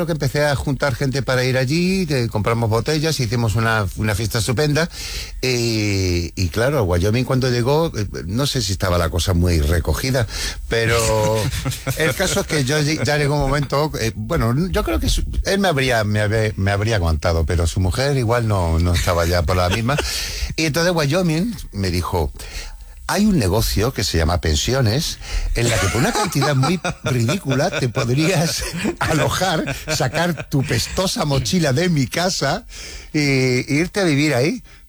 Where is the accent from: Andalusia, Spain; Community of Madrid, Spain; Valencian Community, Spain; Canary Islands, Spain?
Andalusia, Spain; Cádiz; Pues aquí estoy en Cádiz, ya, mi tierra